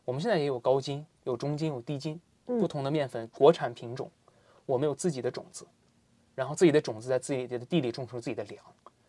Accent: Shanxi, China; 以前我们总说高粱，要么就是在我的老家山西，

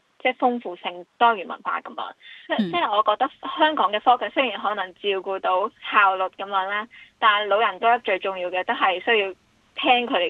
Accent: Shenzhen, Guangdong, China; also born or lived in Hong Kong; now in Foshan, China; 為我本身細嗰陣就係深圳嗰邊嘅， 后面先嚟咗香港，所以我嘅普通话同埋粤语都系 OK。

